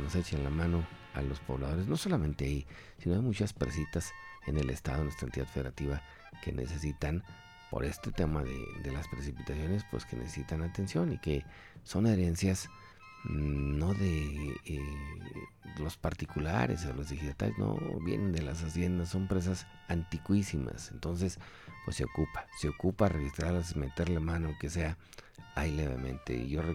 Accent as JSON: {"language": "Spanish", "town": "Genaro Codina", "region": "Zacatecas", "country": "Mexico", "said": "se tronó e inundó la mitad de mi pueblo allá en Genaro Codina"}